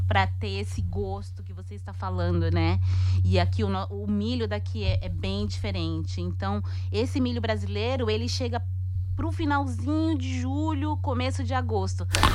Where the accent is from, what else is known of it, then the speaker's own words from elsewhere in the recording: São Paulo, Brazil; moved away; Eu sou de São Paulo, capital.